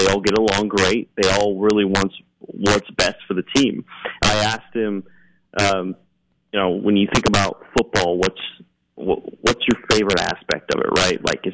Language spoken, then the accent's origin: English; Rogue River, Oregon, United States; I am from Southern Oregon. I am an Oregonian, so I had. I'm actually from Medford, the Medford area. First, any Southern Oregon listeners or anybody that's familiar with Southern Oregon, I'm actually from Rouche